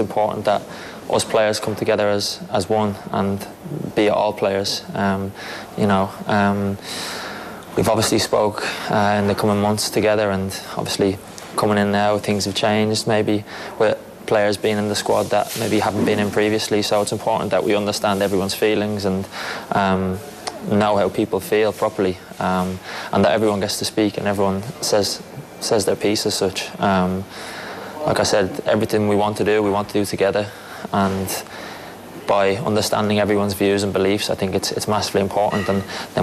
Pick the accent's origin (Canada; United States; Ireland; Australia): Ireland; us being Irish people